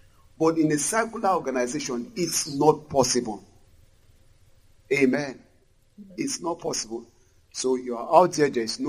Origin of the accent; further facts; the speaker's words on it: Lagos, Nigeria; The moment I got to the gate, I said, I'm the artist from Lagos.